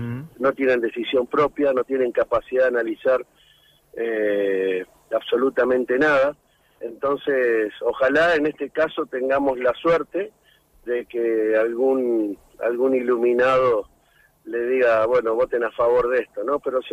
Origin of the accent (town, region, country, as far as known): Argentina